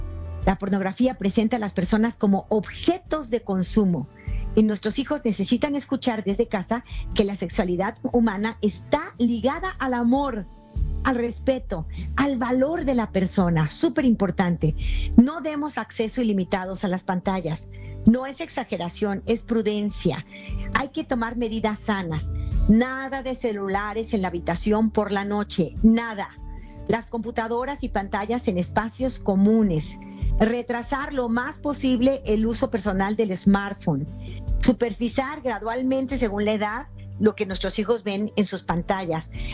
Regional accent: Mexico; O en mi país, México

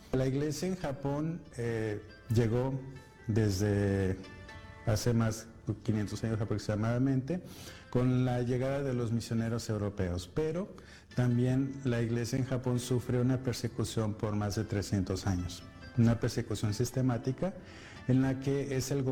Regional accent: Arteaga, Coahuila, Mexico; de Misioneros de Guadalupe. Soy originario de Arteaga, Coahuila, está en el norte de México.

